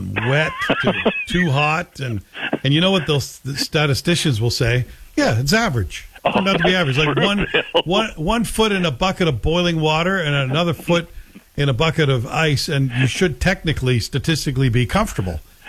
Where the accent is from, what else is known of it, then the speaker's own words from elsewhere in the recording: Canada; Yeah, we're Canadian.